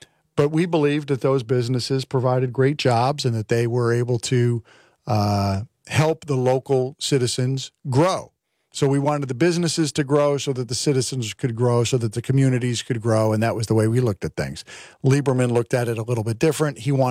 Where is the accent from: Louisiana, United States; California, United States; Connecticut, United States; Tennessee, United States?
Connecticut, United States; And we were in Connecticut, my home state.